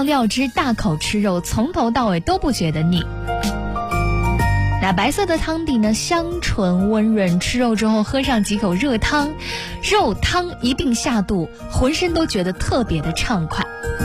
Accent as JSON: {"language": "Chinese", "town": "Xuzhou", "region": "Jiangsu", "country": "China", "said": "更藏着属于我们徐州人满满的烟火记忆，"}